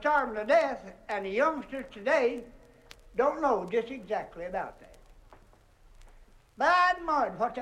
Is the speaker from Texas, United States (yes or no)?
no; Kentucky, United States; born there; moved away; I was born down in Kentucky in 1913